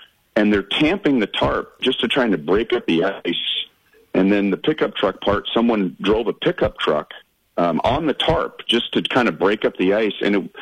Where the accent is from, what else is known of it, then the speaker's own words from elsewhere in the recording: California, United States; I'm kind of getting acclimated to this playing in the cold thing after growing up in Southern California.